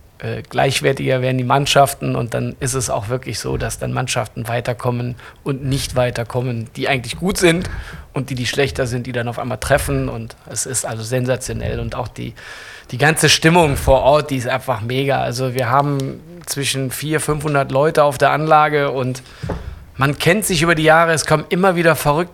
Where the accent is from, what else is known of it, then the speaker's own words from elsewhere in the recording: Düsseldorf, North Rhine-Westphalia, Germany; ich bin Düsseldorfer durch und durch und ich liebe die Stadt. Das ist meine Heimat.